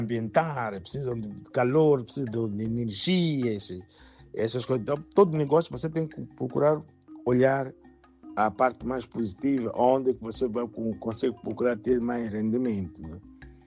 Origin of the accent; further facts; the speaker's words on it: Mozambique; Bem, como moçambicano também, para dizer que o sangue do moçambicano corre sempre nas minhas veias.